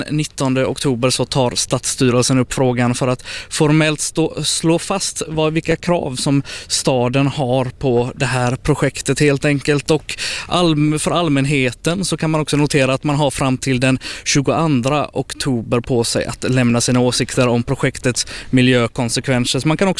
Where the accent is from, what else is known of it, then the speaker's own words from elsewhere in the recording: Gothenburg, Västra Götaland County, Sweden; Försöka hitta adresser, speciellt som göteborgare.